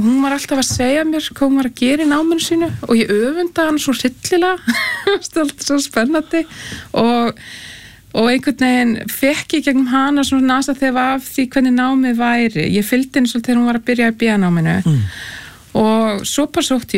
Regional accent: Hagi, Northeastern Region, Iceland; Já, ég úr Haga í aðdal

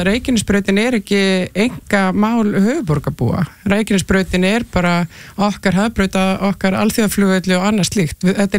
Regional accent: Westfjords, Iceland; ég ólst upp á Vestfjörðum

